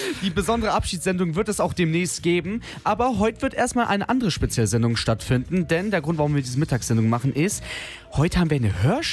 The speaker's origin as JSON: {"language": "German", "town": "Kiel", "region": "Schleswig-Holstein", "country": "Germany", "said": "warum wir als Kieler über"}